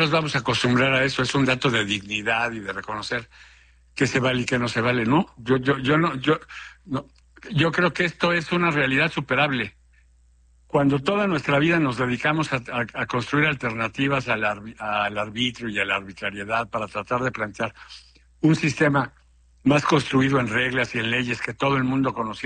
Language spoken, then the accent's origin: Spanish; Mexico; los valores que nos sostienen como abogados, como mexicanos